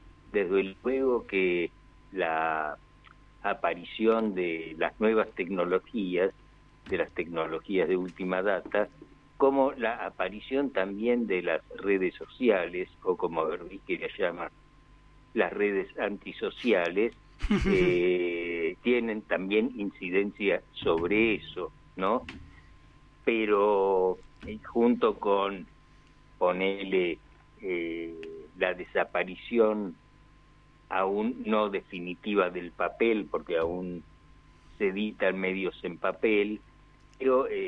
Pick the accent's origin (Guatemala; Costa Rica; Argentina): Argentina; also born or lived in La Paz, Bolivia / Mexico; viví toda mi vida en Argentina, o sea, soy argentino. Y pero tengo la nacionalidad boliviana y tengo también un pasaporte austríaco. Y durante la dictadura viví en México.